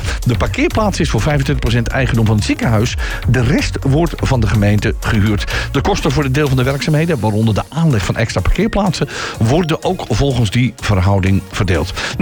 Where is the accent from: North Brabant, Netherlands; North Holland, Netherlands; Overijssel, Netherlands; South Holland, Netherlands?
North Holland, Netherlands; Haarlem; Want ja, daar zijn we natuurlijk ook wel eens als Haarlemmers, helaas.